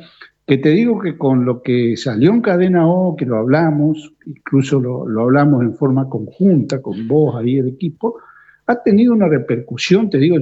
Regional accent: Reconquista, Santa Fe, Argentina; Y yo de acá de Reconquista soy de Platense.

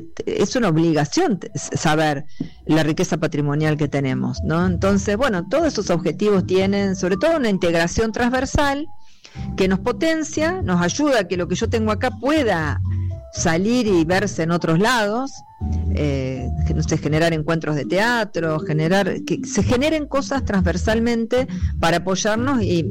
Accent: Santa Fe, Argentina; que todos somos santafesinos

